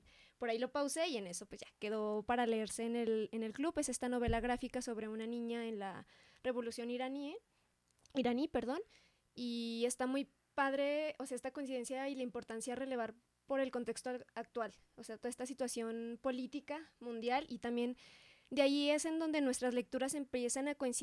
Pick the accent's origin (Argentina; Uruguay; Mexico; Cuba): Mexico